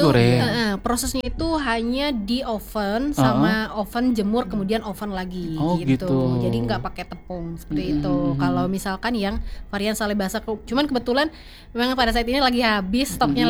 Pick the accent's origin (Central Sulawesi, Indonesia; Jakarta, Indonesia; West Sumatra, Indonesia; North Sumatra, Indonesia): Jakarta, Indonesia; Rorotan; Aku asli dari Rorotan.